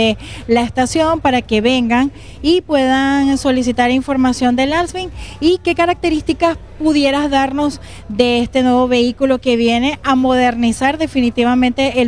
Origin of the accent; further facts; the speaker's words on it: Venezuela; así es que los venezolanos vamos consiguiendo nuestras metas y nuestros éxitos.